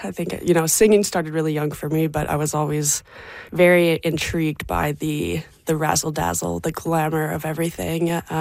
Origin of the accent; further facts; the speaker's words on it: Salt Spring Island, British Columbia, Canada; I am very, very lucky to have grown up there.